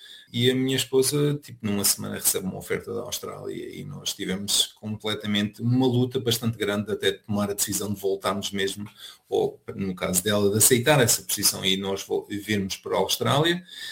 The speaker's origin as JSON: {"language": "Portuguese", "country": "Portugal", "moved": "as an adult"}